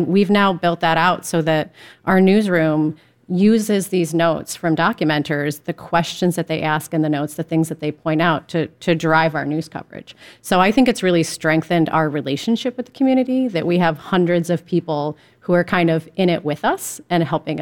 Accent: Ohio, United States; born or raised there

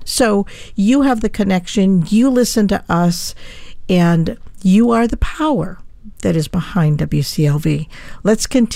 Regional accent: South Euclid, Ohio, United States; South Euclid, my hometown

